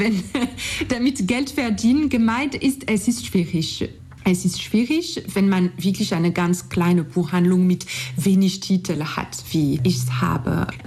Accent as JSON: {"language": "German", "country": "France", "accent": "French", "second_language": "German", "moved": "as an adult", "lives_now": "Leipzig, Germany"}